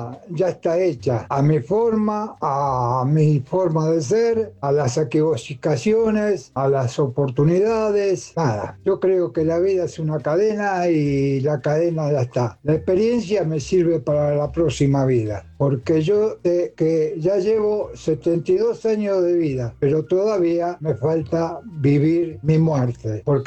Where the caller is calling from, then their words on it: Capilla del Monte, Córdoba, Argentina; de Capilla del Monte. No tengo edad para volver.